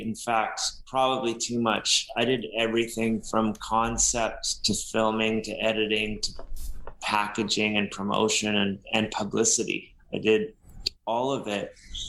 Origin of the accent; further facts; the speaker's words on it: Canada; I'll tell people I'm from Canada